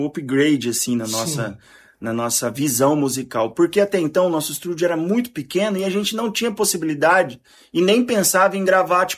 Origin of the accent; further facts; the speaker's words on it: Jaraguari, Mato Grosso do Sul, Brazil; Sou de Jaraguari também